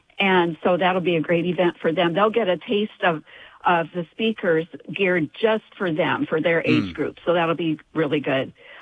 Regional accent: Sioux Falls, South Dakota, United States; I'm from right here in Sioux Falls.

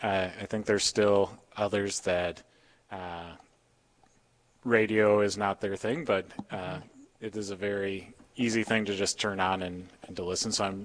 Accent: Minnesota, United States; now in Ely, Minnesota, United States; I was raised in the Brainerd Lakes area, which is central Minnesota

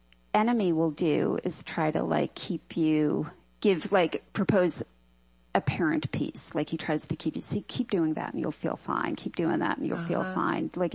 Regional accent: Long Island, New York, United States; growing up on Long Island

